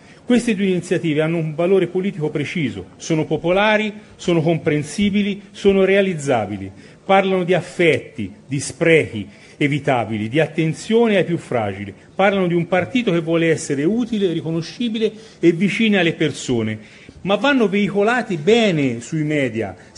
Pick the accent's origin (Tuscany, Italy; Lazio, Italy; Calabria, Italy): Tuscany, Italy